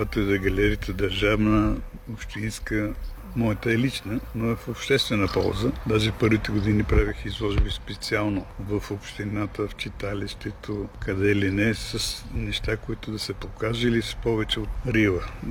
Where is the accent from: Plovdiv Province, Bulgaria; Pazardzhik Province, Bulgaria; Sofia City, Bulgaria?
Sofia City, Bulgaria; Sofia; now in Petrich, Bulgaria; Аз не идвам от големия в кавички Петрич, аз си идвам от София.